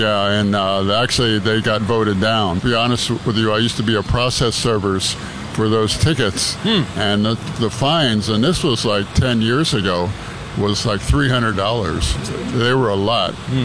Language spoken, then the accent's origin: English; Tucson, Arizona, United States; I'm from Tucson.